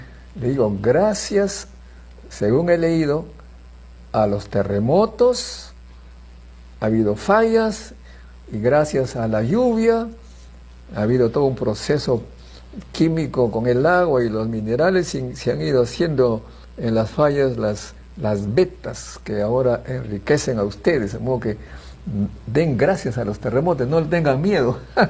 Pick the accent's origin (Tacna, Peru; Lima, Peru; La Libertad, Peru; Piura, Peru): La Libertad, Peru; Salpo; moved away; en Salpo, mi pueblo